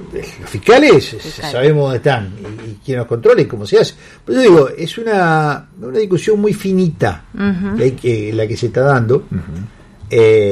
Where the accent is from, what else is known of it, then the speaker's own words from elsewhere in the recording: France; Spanish is a second language; Él es marroquí, yo soy francés.